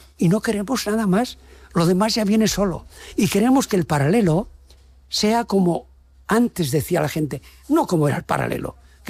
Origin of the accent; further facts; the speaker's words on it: Jumilla, Region of Murcia, Spain; born there; Yo soy de Jumilla, decir algo.